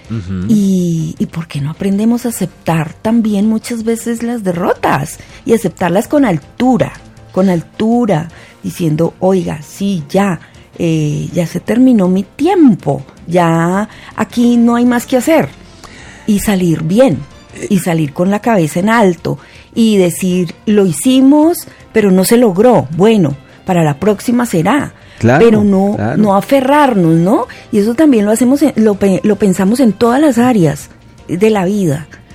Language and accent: Spanish; Colombia; manejó otras cosas que a veces como colombianos no manejamos.